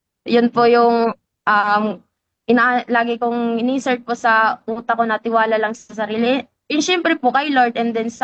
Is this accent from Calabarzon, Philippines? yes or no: no; Masbate province, Bicol Region, Philippines; Taga Masbate province po.